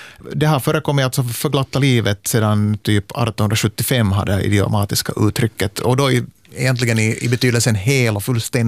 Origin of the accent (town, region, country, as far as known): Ostrobothnia, Finland